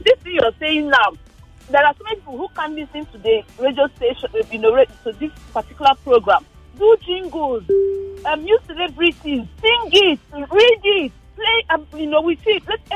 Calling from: Allen, Lagos, Nigeria; I'm calling from Allen.

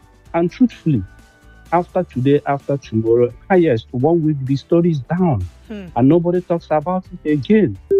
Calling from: Ontario, Canada; I'm calling from Ontario in Canada.

